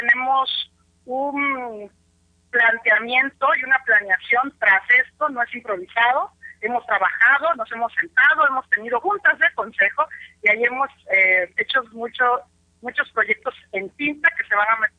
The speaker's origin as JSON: {"language": "Spanish", "town": "Tuxtla Gutiérrez", "region": "Chiapas", "country": "Mexico", "said": "Como bien lo dice nuestra amiga Vicky, vengo de Tuxtla Gutiérrez"}